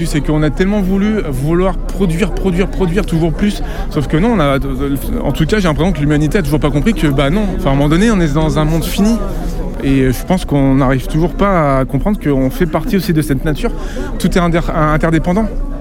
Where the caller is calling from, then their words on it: Coulounieix-Chamiers, Nouvelle-Aquitaine, France; J'habite à Coulonnay-Chamiers